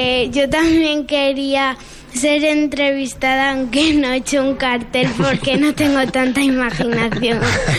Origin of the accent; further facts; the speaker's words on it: Biescas, Aragon, Spain; also born or lived in Huesca; yo nací en Huesca.